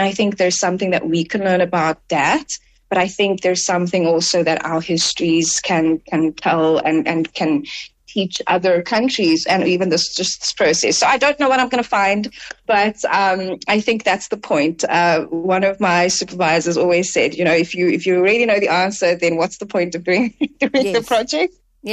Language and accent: English; Cape Town, Western Cape, South Africa; So I grew up in Roosendaal in Delft. So depending on where you are, on the Cape Flats.